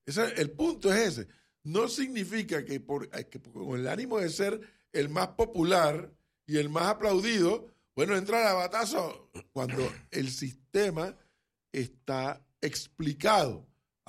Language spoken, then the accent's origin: Spanish; Panama; usted sabe cómo somos los panameños